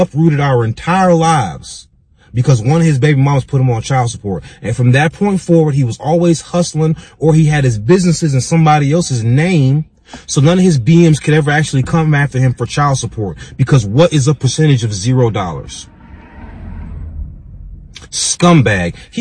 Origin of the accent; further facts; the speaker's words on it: North Carolina, United States; also born or lived in Chicago, United States; but I grew up in North Carolina because he moved us down there. The reason we moved to North Carolina is because he went to college down there at Winston-Salem State